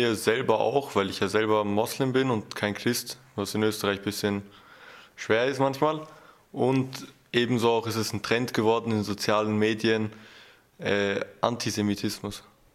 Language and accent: German; Albania; ich bin Albaner.